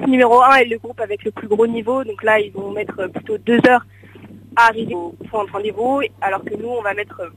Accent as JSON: {"language": "French", "town": "Reims", "region": "Grand Est", "country": "France", "tie": "born or raised there"}